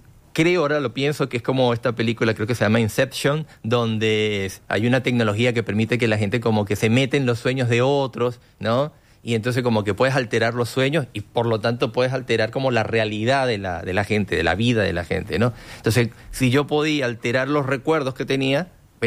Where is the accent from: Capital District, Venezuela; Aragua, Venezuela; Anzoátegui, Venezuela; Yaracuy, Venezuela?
Capital District, Venezuela; Caracas; moved away as an adult; now in Montevideo, Uruguay; fotos mías en papel de cuando era niño en Caracas